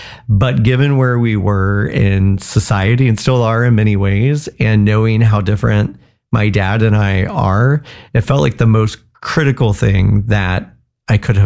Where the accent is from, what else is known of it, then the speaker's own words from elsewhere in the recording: Cowan, Indiana, United States; my hometown of Cowan, Indiana.